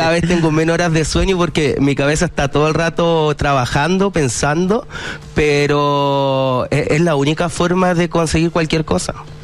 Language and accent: Spanish; Curicó, Maule, Chile; Soy de Curicó.